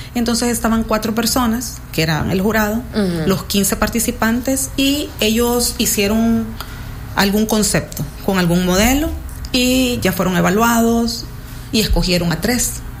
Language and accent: Spanish; El Salvador; Como audiencia, como salvadoreños, para que puedan votar por su país ese día 5 de octubre.